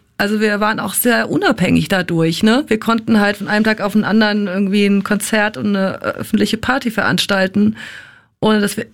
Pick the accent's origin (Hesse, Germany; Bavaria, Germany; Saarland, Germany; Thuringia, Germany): Hesse, Germany; Frankfurt; Ja, ich bin ja auch in Frankfurt aufgewachsen.